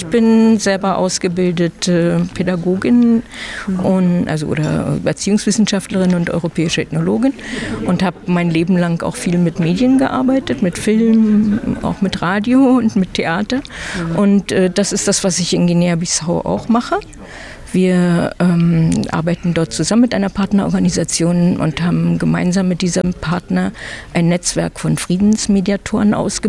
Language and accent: German; Germany; ich bin auch in der DDR aufgewachsen